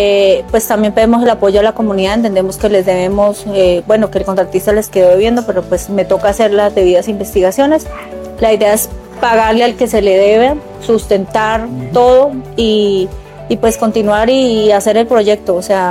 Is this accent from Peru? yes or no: no; Huila, Colombia; born there; Yo soy nacida en Isno Huila, soy huilense.